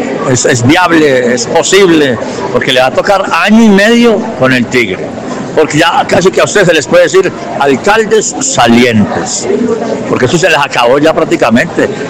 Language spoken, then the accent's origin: Spanish; Granada, Antioquia, Colombia; Así pasa en Granada, mi pueblo